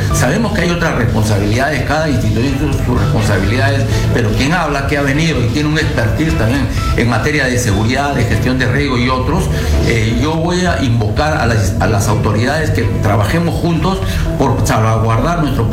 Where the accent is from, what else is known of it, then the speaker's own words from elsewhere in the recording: Peru; todos somos peruanos